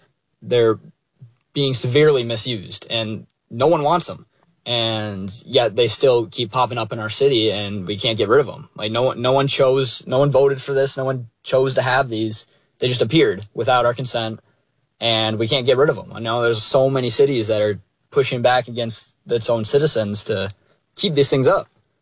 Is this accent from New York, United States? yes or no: no; Minneapolis, Minnesota, United States; I'm from Minneapolis, and I've been fighting against Flock cameras for about 3 months now.